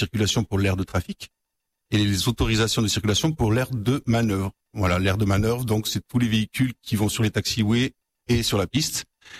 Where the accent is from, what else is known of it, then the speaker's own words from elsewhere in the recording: Provence-Alpes-Côte d'Azur, France; moved away as an adult; now in Nantes, France; je viens de la région niçoise. Avant de venir à Nantes, j'ai travaillé 20 ans à l'aéroport de Nice. Et donc en 2022, je suis venu relever un challenge.